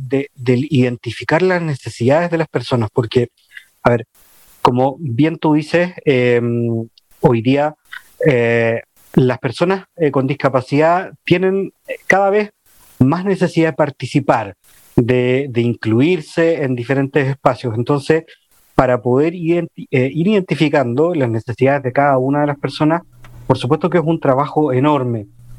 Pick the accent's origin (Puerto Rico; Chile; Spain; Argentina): Chile; como decimos acá en Chile